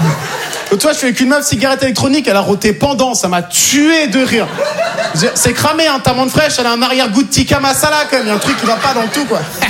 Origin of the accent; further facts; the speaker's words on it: Normandy, France; born there; Je te réponds honnêtement, moi je suis né en Normandie.